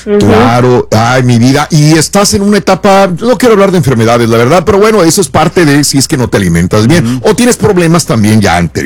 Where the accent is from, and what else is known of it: Mexico; moved away